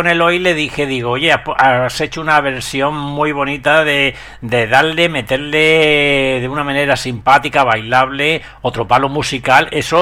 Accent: Granada, Andalusia, Spain; accent: Murcian; now in Alicante, Spain; Yo granadino viviendo en Alicante 30 años, pero tengo el deje murciano

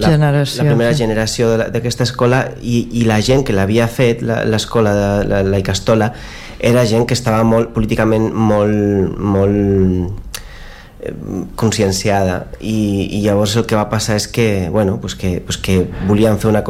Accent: Lasarte, Basque Country, Spain; Jo sóc d'un poble, de fet, sóc d'un poble que es diu La Sarte, però ningú el coneix, i llavors dic que sóc de Sant Sebastià, que és una mica més fàcil de conèixer

